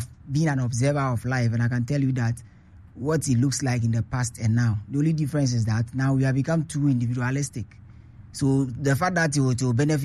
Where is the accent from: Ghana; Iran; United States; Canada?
Ghana; I think we should begin to understand that we are Ghanaian first before everything else.